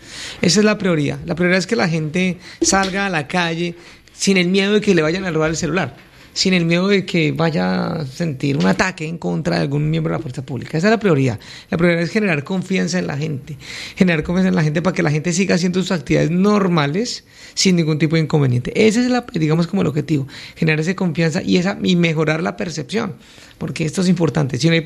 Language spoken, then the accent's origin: Spanish; Bogotá, Colombia; accent: rolo; soy de Bogotá y a veces se me sale ese, el dialecto rolo.